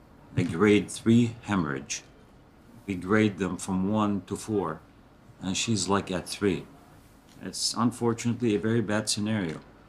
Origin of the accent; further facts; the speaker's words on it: Bethlehem, Bethlehem Governorate, Palestine; I was born and raised in Bethlehem. When you think about Bethlehem, you think about childbirth and looking after babies.